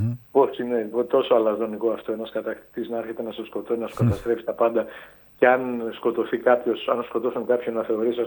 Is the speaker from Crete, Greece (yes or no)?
no; Kefalonia, Ionian Islands, Greece; εγώ που είμαι Κεφαλονίτης, αλλά που δεν αισθάνομαι μόνο Κεφαλονίτης, αισθάνομαι βαθύτατα Έλληνας